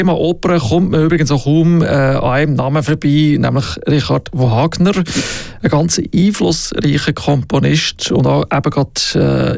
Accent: Bern, Switzerland; also in meiner alten Heimat, eigentlich im Berner Oberland

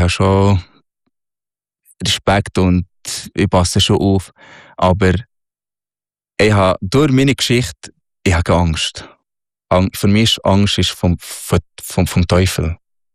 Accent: Egypt; Ja, Snowboard, ich bin Ägypter, ich habe noch nie Schneesport gemacht.

